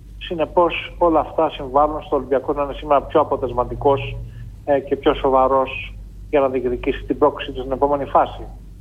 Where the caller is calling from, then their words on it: Piraeus, Attica, Greece; από τον Πειραιά